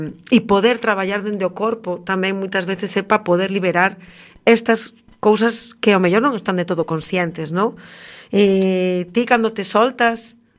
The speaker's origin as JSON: {"language": "Galician", "town": "Bueu", "region": "Galicia", "country": "Spain", "said": "É que claro, son de Bueu, que vou facer?"}